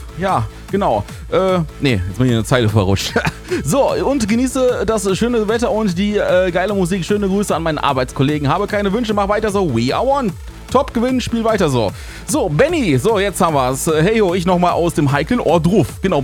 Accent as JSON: {"language": "German", "town": "Düsseldorf", "region": "North Rhine-Westphalia", "country": "Germany", "said": "ich komme ja aus dem Raum Düsseldorf und da ist ja heute Japantag, Europas größtes Kulturfestival"}